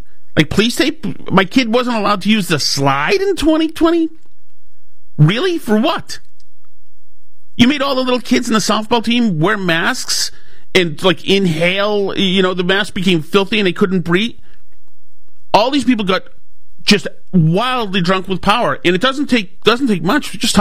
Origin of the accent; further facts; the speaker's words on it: Winchester, Massachusetts, United States; I grew up in Winchester. We used to have the Sachems.